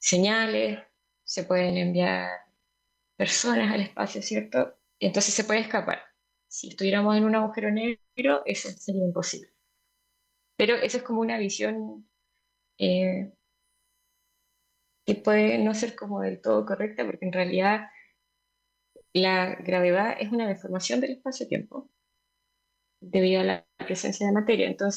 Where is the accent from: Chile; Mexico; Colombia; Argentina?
Chile; Osorno, Los Lagos; now in Santiago, Chile; Soy sureña, soy de Osorno. Estudié allá en el colegio, mi familia está allá también.